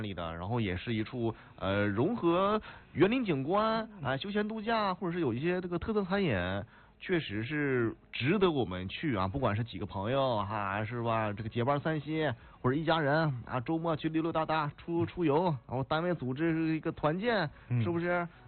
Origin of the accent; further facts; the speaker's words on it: Northeast China, China; moved away; 作为东北人来说